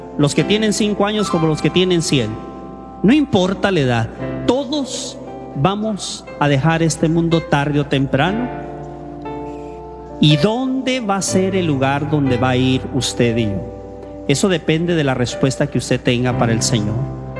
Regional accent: Tijuana, Baja California, Mexico; born there; Mi mamá se vino para acá, para el norte. Obviamente yo nací en Tijuana.

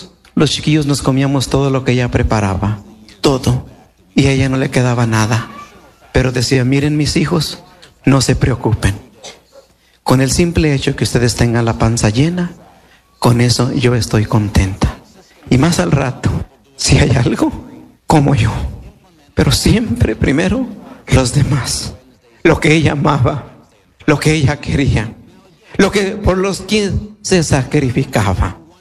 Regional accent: Temastián, Jalisco, Mexico; moved away; ahí en mi pueblo voy cada año a Temastián

